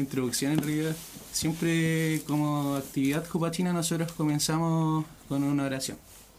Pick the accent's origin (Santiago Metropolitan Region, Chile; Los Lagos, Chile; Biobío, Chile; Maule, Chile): Biobío, Chile; No, no somos de acá. Nosotros somos de la región del Biobío.